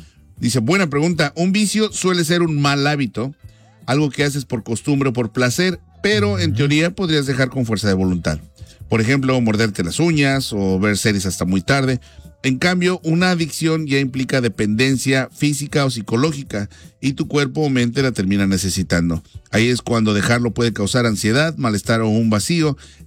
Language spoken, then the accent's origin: Spanish; Mexico